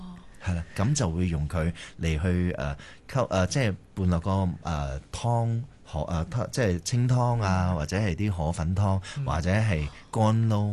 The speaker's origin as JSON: {"language": "Cantonese", "town": "Ipoh", "region": "Perak", "country": "Malaysia", "tie": "born or raised there", "said": "係啊，係啊，我喺怡保長大。"}